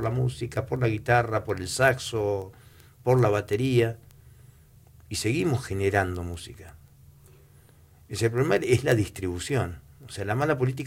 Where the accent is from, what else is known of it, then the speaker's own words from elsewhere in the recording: Santa Cruz, Argentina; capaz el encierro, la estepa misma nos hace más duros. Más hoscos, tal vez.